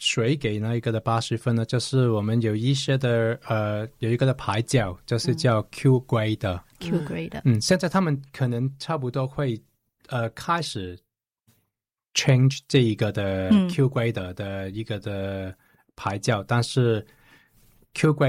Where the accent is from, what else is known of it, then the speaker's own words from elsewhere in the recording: Hong Kong; Chinese is a second language; 我是香港人我的国语不是那么好